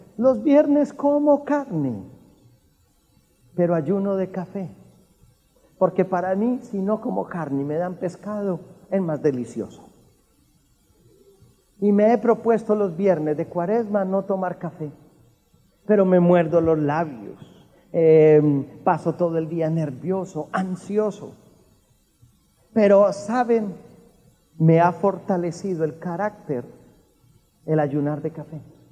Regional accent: Colombia; Yo soy colombiano. Nos encanta a los colombianos el café.

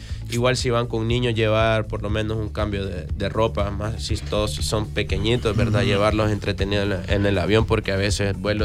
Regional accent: El Salvador; Como somos salvadoreños, siempre dejamos todo para última hora

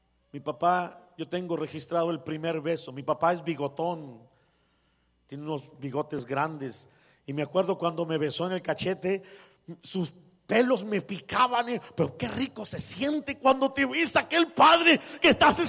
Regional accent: Guadalajara, Jalisco, Mexico; now in United States; Primero porque me salí de Guadalajara porque había balaceado unas personas y me tuve que venir a esconder a los Estados Unidos.

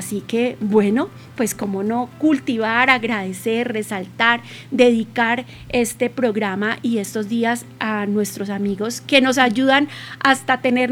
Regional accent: Bogotá, Colombia; desde Bogotá, desde mi tierra

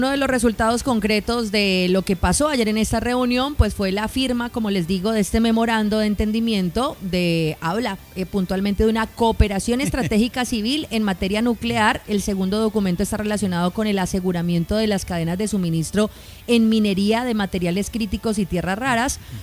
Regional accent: Colombia; nosotros como acá, como civiles, como colombianos, entendamos un poquito en profundidad qué se trata esto.

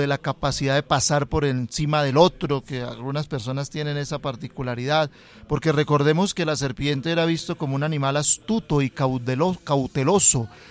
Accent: Santander, Colombia; la berraquera, como decimos en mi tierra santandereana, ¿cierto?

